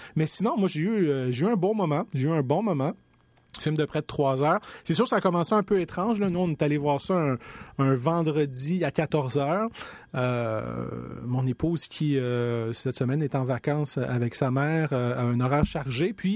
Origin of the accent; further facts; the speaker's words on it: Laval, Quebec, Canada; ah non, mais c'est parce que je viens de Laval.